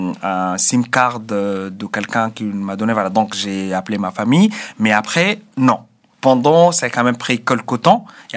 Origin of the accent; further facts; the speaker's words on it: Sudan; French is a second language; now in France; Et je lui ai dit, j'aimerais reprendre mes études, je suis réfugié du Soudan, etc.